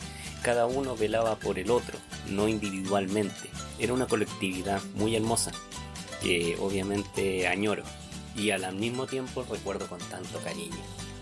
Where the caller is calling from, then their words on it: Valparaíso, Chile; de Radio Cambio, desde Chile.